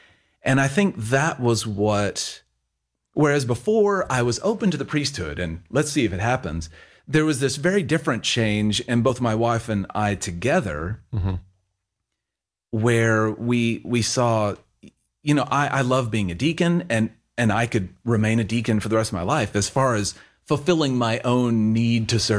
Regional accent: United States; now in Oregon, United States; Our church is in Oregon, but I'm from Texas, Oklahoma right. area.

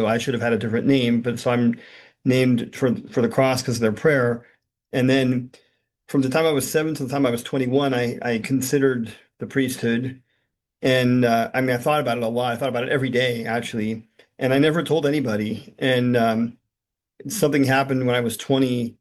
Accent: California, United States; Sure. I was born and raised in California. My formative years, I guess, were at St. Anthony's in Pasadena.

